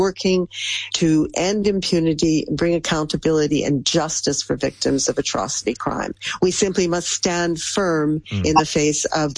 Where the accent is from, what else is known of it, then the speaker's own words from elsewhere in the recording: Canada; now in Netherlands; I'm in the Netherlands as a Canadian, I know that I'm subject to Dutch law.